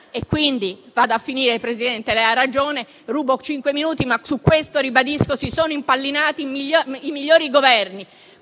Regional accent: Trentino-Alto Adige, Italy; tutte le leggi elettorali si sono impiccate sul Trentino Alto Adige, la mia terra. La mia terra è una terra che nessuno conosce realmente, tranne noi che ci siamo cresciuti e che siamo vissuti e che viviamo in quella terra.

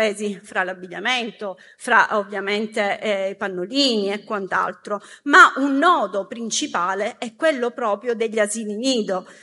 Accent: Sicily, Italy; in Sicilia, che è la mia terra

